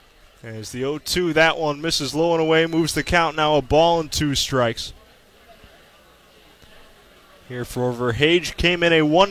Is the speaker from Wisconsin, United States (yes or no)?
yes; Green Bay, Wisconsin, United States; I'm from Green Bay